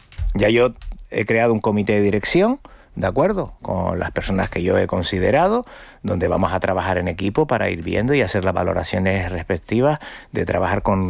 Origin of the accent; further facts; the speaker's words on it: Las Palmas de Gran Canaria, Canary Islands, Spain; born there; para los que venimos del barrio de Cruz de Piedra ahí enfrente